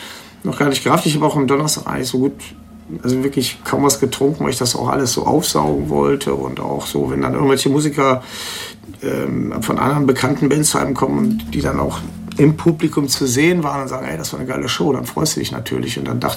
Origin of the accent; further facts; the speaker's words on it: Düsseldorf, North Rhine-Westphalia, Germany; Als Düsseldorfer sitze ich ja nur in meiner Quelle.